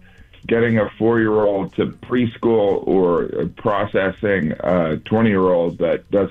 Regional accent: Midwest, United States; I'm a Midwesterner myself

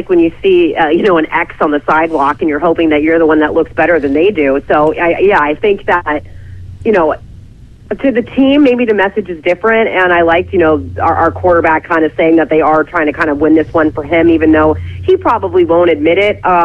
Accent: Bay Area, California, United States; born there; now in New Orleans, United States; Well, my mom's actually born and raised here, but obviously not where the last name comes from, and I was born in the Bay Area.

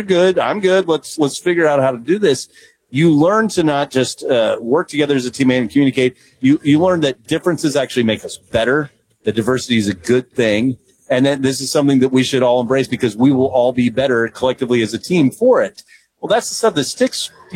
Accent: the South, United States; And again, I grew up in the South.

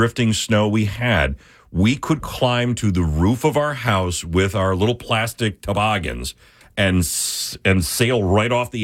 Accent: Springville, New York, United States; now in New Jersey, United States; as a kid growing up outside of Buffalo and living, my town was in a valley. It was Springville, New York. It's in southern Erie County. It's in a valley.

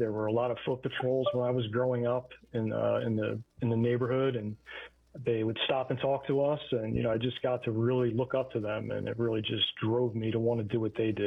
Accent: Philadelphia, Pennsylvania, United States; I grew up in South Philadelphia in a small, close-knit community in a row home.

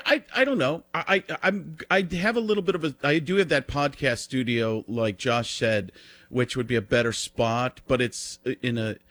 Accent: Waukesha, Wisconsin, United States; He's from Burlington, just a couple of you know, cities over from me where I grew up in Waukesha.

